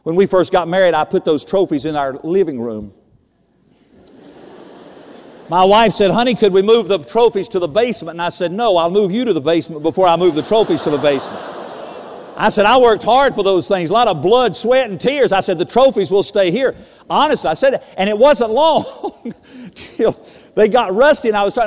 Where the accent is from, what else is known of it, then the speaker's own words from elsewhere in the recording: Winston-Salem, North Carolina, United States; born there; I was born in Winston-Salem, North Carolina … I had nothing to do with that. I'm a white person. I'm an American.